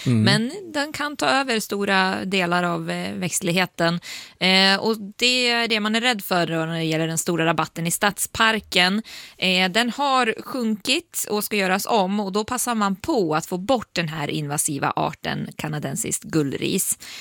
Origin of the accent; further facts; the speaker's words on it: Ockelbo, Gävleborg County, Sweden; jag kommer från Ockelbo